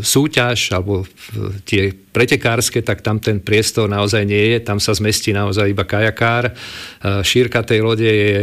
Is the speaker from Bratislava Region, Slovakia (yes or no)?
yes; Bratislava, Bratislava Region, Slovakia; also born or lived in Nitra; Áno, tak Nitra je moje rodisko, to samozrejme mám v rodnom liste napísané, aj moja rodina z maminej strany odtiaľ pochádza, ale celý život som prežil vlastne v Bratislave, takže som Bratislavčan, nemôžem povedať rodený, ale mám vzťah v Bratislave ako veľmi silný. No a v Lamači bývam takmer 30 rokov